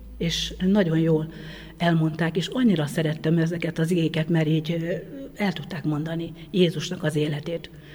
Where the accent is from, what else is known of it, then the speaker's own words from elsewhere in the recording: Zsolca, Borsod-Abaúj-Zemplén, Hungary; Tehát, mert itt születtem Zsolcán